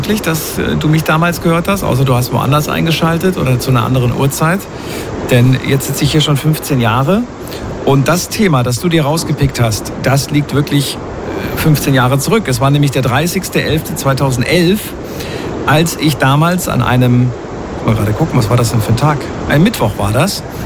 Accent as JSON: {"language": "German", "town": "Frankfurt", "region": "Hesse", "country": "Germany", "said": "Aus meinem Hometown. Cool."}